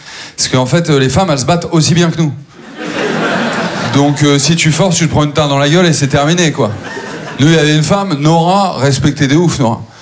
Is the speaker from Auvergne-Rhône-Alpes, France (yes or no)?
no; Maubeuge, Hauts-de-France, France; J'ai grandi à Maubeuge, c'est la 7e ville la plus pauvre de France, voilà, parce qu'ils ont fait un classement, les bâtards.